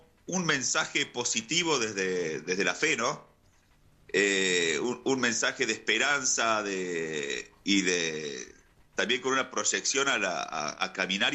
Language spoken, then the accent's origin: Spanish; Villa Carlos Paz, Córdoba, Argentina; Nosotros somos nacidos y criados en Villa Carlos Paz. Yo ahora estoy viviendo en Villa Santa Cruz del Lago, un poquito a 8 kilómetros de Carlos Paz, pero es todo lo mismo.